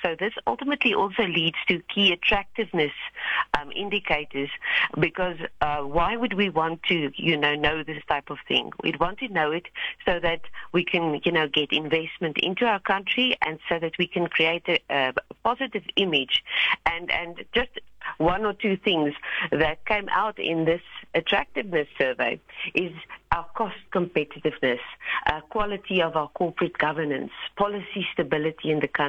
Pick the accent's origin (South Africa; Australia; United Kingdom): South Africa; we as South African citizens